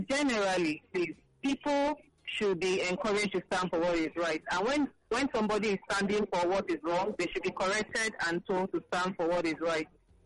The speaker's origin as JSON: {"language": "English", "town": "Isheri", "country": "Nigeria", "said": "from Isheri."}